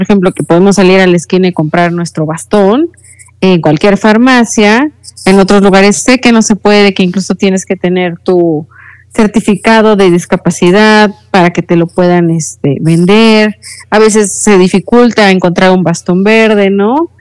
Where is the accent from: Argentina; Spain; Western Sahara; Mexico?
Mexico; asumirme como una mujer mexicana con discapacidad visual. Me gusta mucho decir que soy mexicana